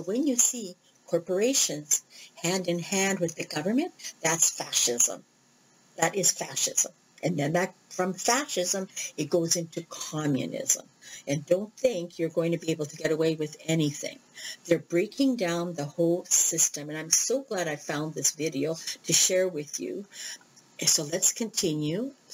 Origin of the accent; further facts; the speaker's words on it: Canada; as a Canadian or as a North American.